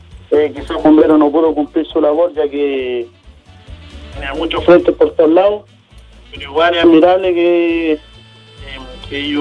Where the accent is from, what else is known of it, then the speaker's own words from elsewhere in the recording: Chiguayante, Biobío, Chile; now in Penco, Chile; yo ahora no me encuentro en Chuguayante, yo soy nacido y criado en Chuguayante, sí, creo que te conozco del Liceo Chuguayante, siempre te escribo, ahora estoy radicado acá en Penco.